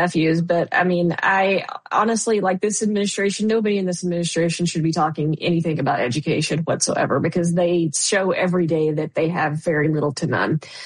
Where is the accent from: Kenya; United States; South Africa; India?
United States; Texas; I mean, because I am originally from Texas, Cornyn had been in office for as long as I can remember.